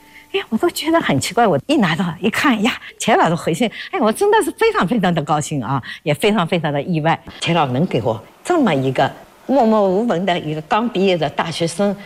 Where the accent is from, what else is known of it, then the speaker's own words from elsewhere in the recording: China; 然后我们中国人真是站起来了。